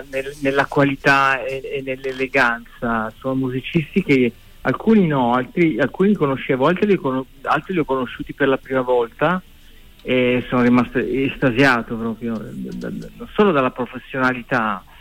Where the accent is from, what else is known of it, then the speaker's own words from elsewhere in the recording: Milan, Lombardy, Italy; Io sono originario di Milano.